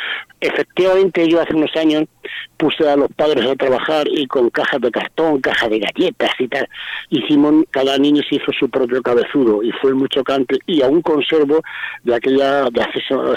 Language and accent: Spanish; Caravaca de la Cruz, Region of Murcia, Spain; En Caravaca, que es de donde yo vengo